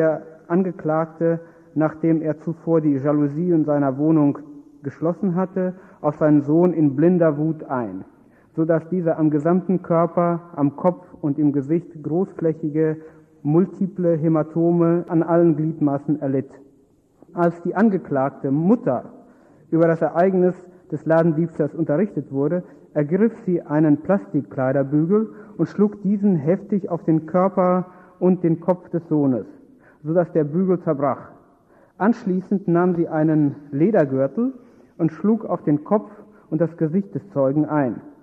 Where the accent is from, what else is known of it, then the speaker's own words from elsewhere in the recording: Detmold, North Rhine-Westphalia, Germany; Manche Leute kennen mich vielleicht sogar. Einzelne. Ich komme aus Detmold, wohne da auch